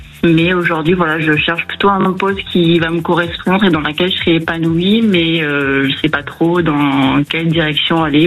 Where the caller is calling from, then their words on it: Toulouse, Occitanie, France; De Toulouse.